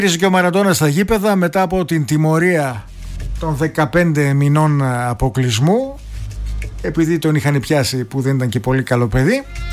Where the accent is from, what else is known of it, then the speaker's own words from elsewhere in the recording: Greece; σαν Έλληνες